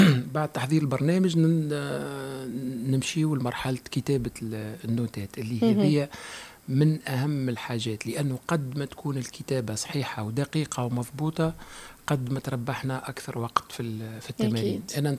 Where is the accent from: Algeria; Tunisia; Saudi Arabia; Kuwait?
Tunisia; أنا كفنان تونسي